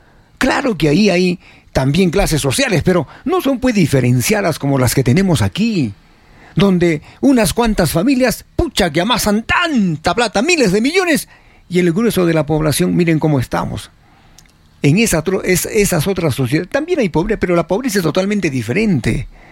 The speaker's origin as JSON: {"language": "Spanish", "country": "Peru"}